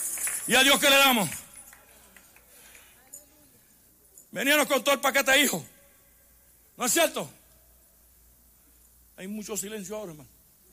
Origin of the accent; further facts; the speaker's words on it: Puerto Rico; Yo soy puertorriqueño, sopórteme.